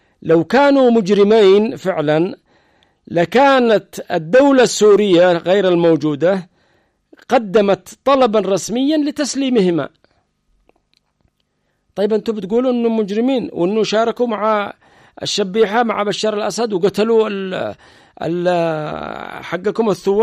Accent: Aden, Yemen; وبعدين بيشتغلوا في مستشفى حكومي هنا حتى في عدن،

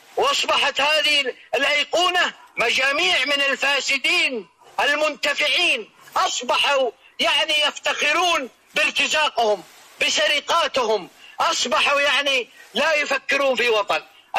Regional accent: Saudi Arabia; لم نرد ولم نفتح مساحة أبدا كسعوديين

